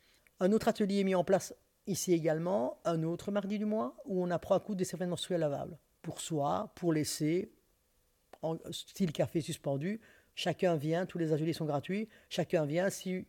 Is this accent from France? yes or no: no; Liège, Wallonia, Belgium; now in Brussels, Belgium; moi, je suis liégeoise.